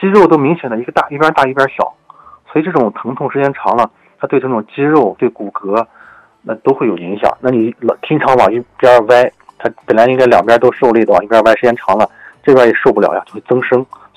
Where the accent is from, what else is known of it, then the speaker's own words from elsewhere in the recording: China; 我们中国人